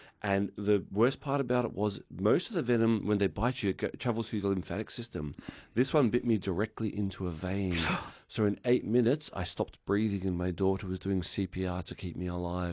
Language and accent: English; Taiwan; also born or lived in Australia; When I was a little kid, I was born in Australia, but I was actually raised in Taiwan